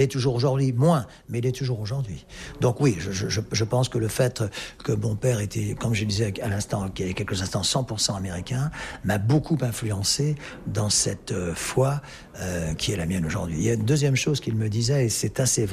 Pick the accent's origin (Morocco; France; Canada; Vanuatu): France; born there; Mon père était donc citoyen américain, 100% américain, ce qui est ma demi-nationalité vu que je suis né en France, de mère néerlandaise.